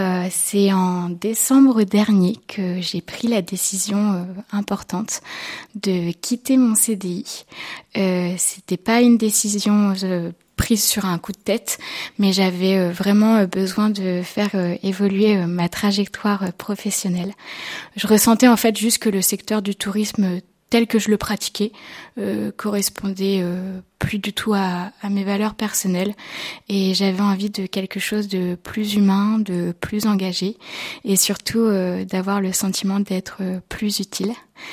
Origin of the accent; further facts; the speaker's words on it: Bourges, Centre-Val de Loire, France; moved away as an adult; also born or lived in Les Menuires, Savoie / Toulouse; j'ai 27 ans et je viens de Bourges dans le Cher.